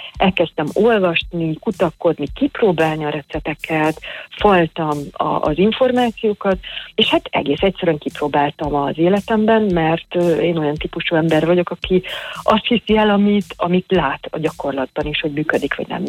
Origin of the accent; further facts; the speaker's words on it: Hungary; magyar nőként